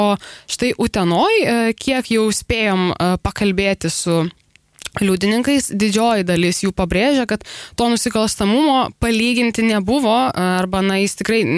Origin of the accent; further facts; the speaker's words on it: Palanga, Klaipėda County, Lithuania; Taip, aš esu iš Palangos.